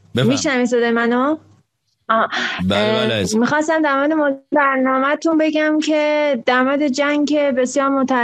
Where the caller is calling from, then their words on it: Iran; تفلک همه مردم ایران، که ما عملا 80 میلیون آدم اینجا گروگان گرفته شدیم تو سرزمین خودمون.